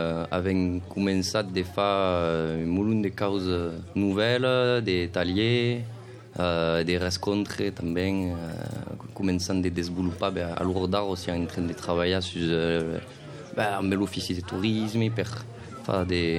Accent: Toulouse, Occitanie, France; suis toulousain. Et donc, parler une parole des langues d'Oussia et un peu de Provençal.

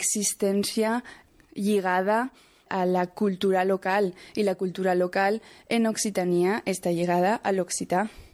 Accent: Valencian Community, Spain; Jo, personalment, com a valenciana, estudio l'occità

